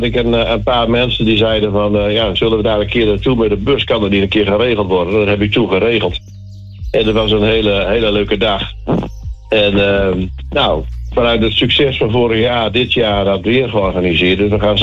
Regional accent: Middelstum, Groningen, Netherlands; Ja, ik kom van Middelstem.

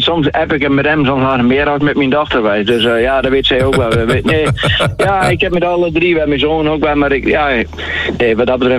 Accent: De Krim, Overijssel, Netherlands; now in Elim, Netherlands; ik kom oorspronkelijk zelf uit de Krim.

